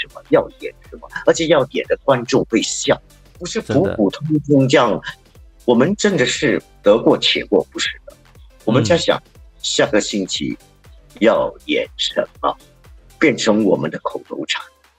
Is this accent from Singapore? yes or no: yes; Singapore; 你知道我们新加坡人吃在富靠达吃东西以后